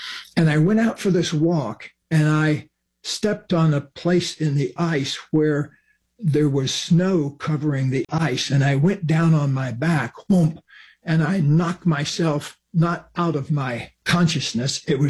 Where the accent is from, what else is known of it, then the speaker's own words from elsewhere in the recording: the South, United States; I had the great good fortune of growing up in the South next door to my grandmother